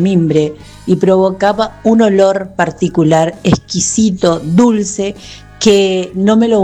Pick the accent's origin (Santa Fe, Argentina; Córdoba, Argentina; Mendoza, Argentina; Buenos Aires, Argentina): Mendoza, Argentina; San Rafael; Yo nací y me crié en San Rafael, Mendoza.